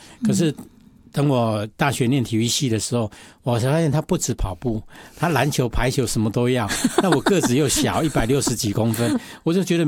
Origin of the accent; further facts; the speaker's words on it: Hsinchu County, Taiwan; 因为我小时候在新竹琼林山上长大，所以那个 DNA 里面就有户外的东西